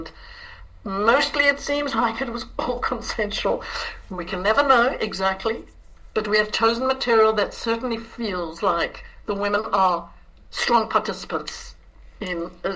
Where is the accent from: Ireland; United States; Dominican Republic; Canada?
Ireland; Dún Laoghaire, Leinster; I'm South African Irish.